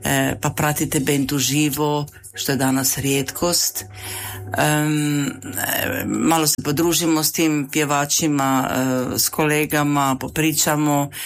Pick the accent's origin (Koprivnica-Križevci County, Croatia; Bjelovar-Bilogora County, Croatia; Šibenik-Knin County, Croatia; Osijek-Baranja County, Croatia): Koprivnica-Križevci County, Croatia; Virje; ja sam iz Virja